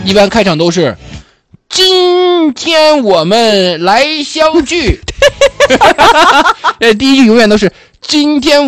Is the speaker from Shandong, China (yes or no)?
yes; Shandong, China; accent: Shandong dialect; now in Haikou, China; 关键是我说山东话，你能听明白不？是不是？啊，我也能用山东话来主持节目，